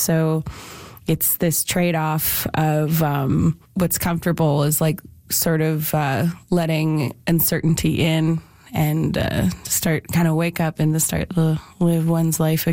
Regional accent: Calgary, Alberta, Canada; I come from Calgary, Alberta

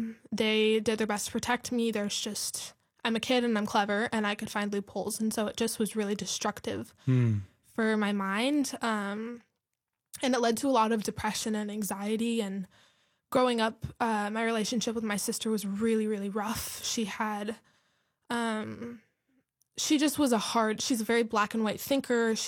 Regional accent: Bend, Oregon, United States; born or raised there

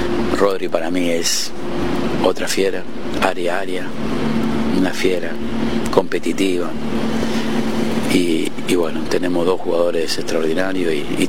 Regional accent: Argentina; soy argentino

